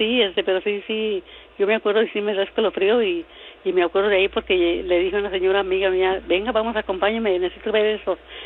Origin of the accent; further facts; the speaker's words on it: Jalisco, Mexico; En México, yo soy de México, de Jalisco.